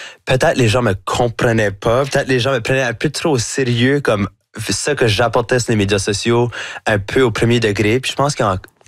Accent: New Brunswick, Canada; accent: chiac; Parce que j'ai un accent qui va jamais être neutre. So là, de complètement laisser ça aller, puis de faire tout ce que je fais avec mon accent, avec mon chiac, pour moi, c'est comme, ah, ben, c'est bien plus fun parce que là, tout d'un coup, je peux comme apporter l'Acadie avec moi

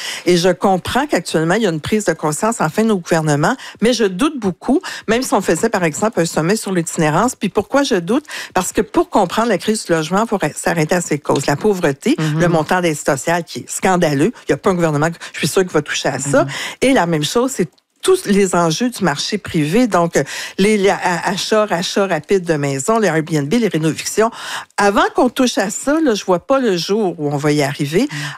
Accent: Quebec, Canada; Alors donc, en tant que Québécois, ça devrait pas m'intéresser la piscine.

